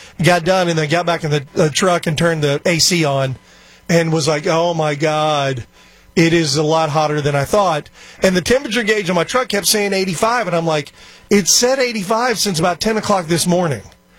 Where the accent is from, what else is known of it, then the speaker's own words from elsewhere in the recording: Texas, United States; those of us born and raised in Texas